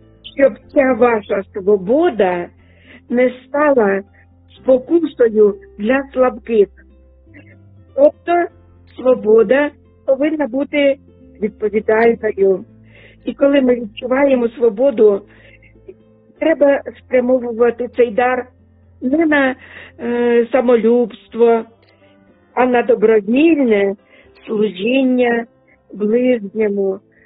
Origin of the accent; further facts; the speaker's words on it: Sumy Oblast, Ukraine; moved away; на мою рідну Україну, на мою рідну Сумщину, в мою рідну церкву Різдва